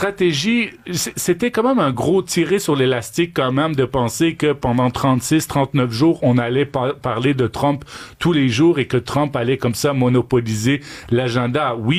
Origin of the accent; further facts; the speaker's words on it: Quebec, Canada; Moi, je viens de l'Estrie, j'habite en Estrie